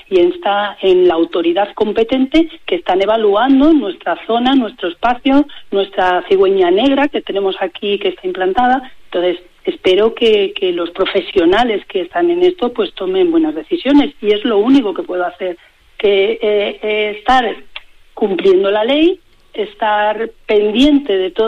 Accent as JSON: {"language": "Spanish", "town": "Cantalejo", "region": "Castile and León", "country": "Spain"}